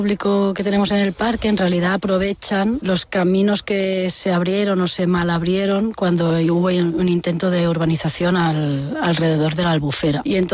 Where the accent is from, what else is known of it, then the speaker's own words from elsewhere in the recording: Barcelona, Catalonia, Spain; moved away as an adult; now in Menorca, Spain; Yo soy de Barcelona, estudié biología en la Universidad de Barcelona. Justo acabé la carrera, vine un verano a trabajar a Menorca